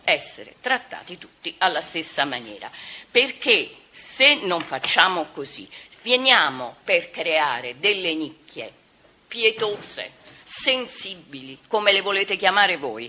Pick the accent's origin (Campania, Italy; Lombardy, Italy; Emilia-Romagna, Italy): Campania, Italy; sono della Campania e sono un architetto.